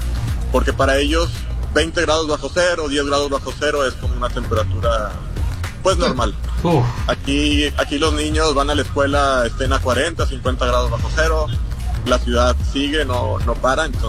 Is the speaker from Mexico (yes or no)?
yes; Mexico; Latinos hay argentinos, brasileños, Ahora ya somos tres mexicanos y europeos hay muy pocos.